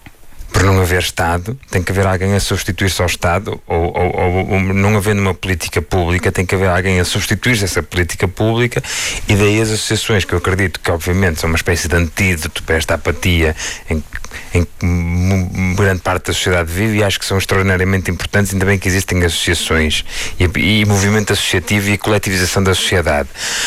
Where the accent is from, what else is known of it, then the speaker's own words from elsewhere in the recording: Santo Tirso, Norte, Portugal; eu cresci em Santo Tirso, não tinha, quando eu cresci não havia um cinema, não havia uma sala de espetáculos, não havia nada.